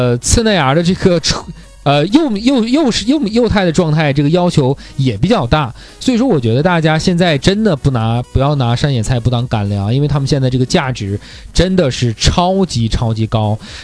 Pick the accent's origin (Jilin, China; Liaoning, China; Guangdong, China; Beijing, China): Jilin, China; Dunhua; 因为你像我老家是敦化的啊，